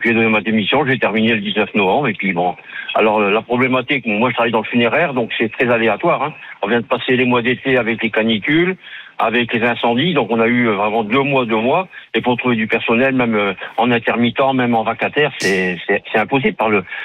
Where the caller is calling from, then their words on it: Nouvelle-Aquitaine, France; moi, je suis sur la Gironde.